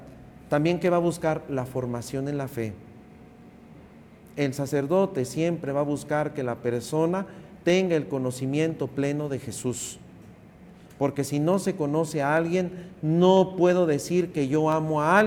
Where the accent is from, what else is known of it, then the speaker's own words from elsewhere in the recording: Mexico; estamos acostumbrados como buenos mexicanos a que todos nos los den